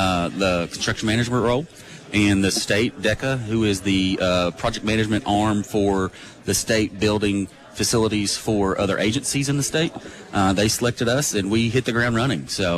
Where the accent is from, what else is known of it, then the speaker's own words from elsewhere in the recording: Corbin, Kentucky, United States; I'm from Corbin.